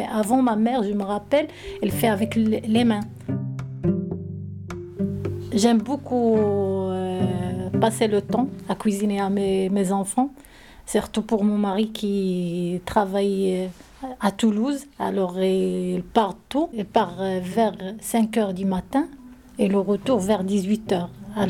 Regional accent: Morocco; French is a second language; Je suis une Marocaine, mariée à

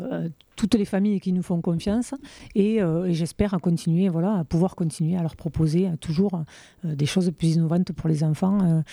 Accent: Cahuzac, France; parce que quand on est habitant de Cahuzac de toujours, ce qui est mon cas, nous, ça a toujours été Cahu ici, on appelait notre village Cahu

